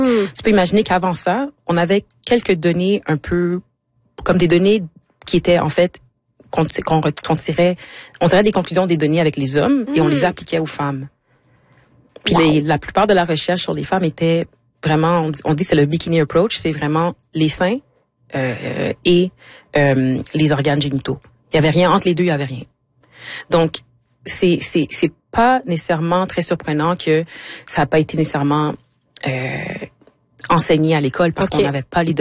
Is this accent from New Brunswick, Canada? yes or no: no; Quebec, Canada; born there